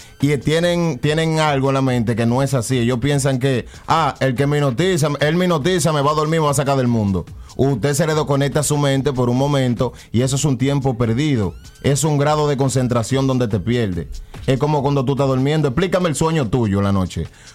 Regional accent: Dominican Republic; now in Allentown, United States; principalmente los latinos, no voy a hablar de dominicanos, yo soy dominicano.

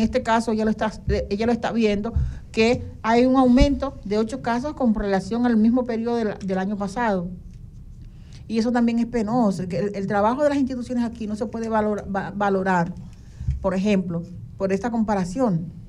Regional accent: Dominican Republic; Pero somos dominicanos y tenemos sangre en las venas y somos mujeres.

